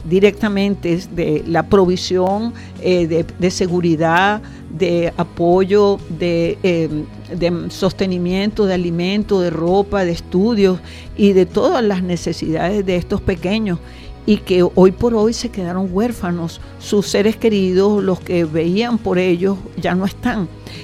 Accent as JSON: {"language": "Spanish", "country": "Venezuela"}